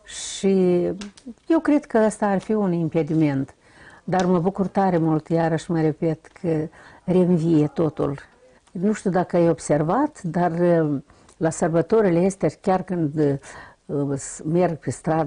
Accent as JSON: {"language": "Romanian", "town": "Manta", "region": "Cahul District", "country": "Moldova", "tie": "born or raised there", "said": "Eu țin minte că noi ne sculam la 3 noaptea, amândouă, și ne duceam pe jos, de la Manta la Cahul, 14 kilometri, prin Glot"}